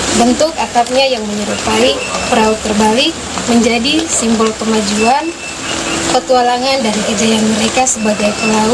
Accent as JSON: {"language": "Indonesian", "area": "Biak", "region": "Southwest Papua", "country": "Indonesia", "lives_now": "Sorong, Indonesia", "said": "kecintaan saya terhadap budaya saya Papua pada umumnya, walaupun dari Biak, tetapi umumnya saya cinta sama budaya Papua."}